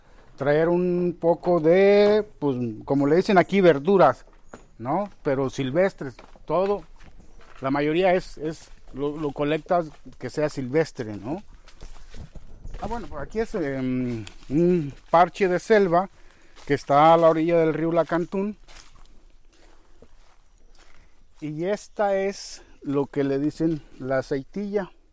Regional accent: Boca de Chajul, Chiapas, Mexico; also born or lived in Guerrero; Yo básicamente aquí crecí.

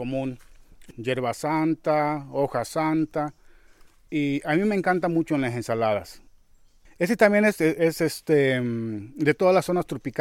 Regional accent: Guerrero, Mexico; Entonces nos vinimos al estado de Guerrero y pues eso hace ya un ratillo, hace ya 40 y tantos años, 43 años precisos, y ya, nos quedamos aquí, está la fecha, ¿no? Yo, básicamente aquí crecí.

